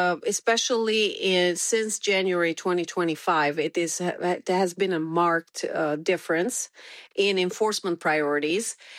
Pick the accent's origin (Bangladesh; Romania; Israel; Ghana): Romania; first language Romanian; English is a second language; now in Connecticut, United States; English and Romanian, my native language. I am originally from Romania, and I currently serve as an honorary consul of Romania to Connecticut.